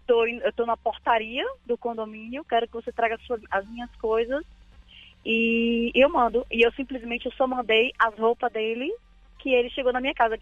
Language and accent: Portuguese; Bahia, Brazil; que eu sou baiana, sou da Bahia.